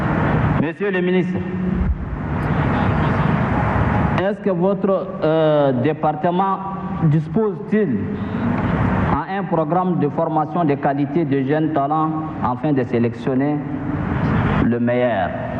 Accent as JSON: {"language": "French", "country": "Chad", "said": "Chez nous, au Tchad, monsieur le ministre, est-ce qu'il y a des écoles de football fonctionnelles pour la formation de nos jeunes talents?"}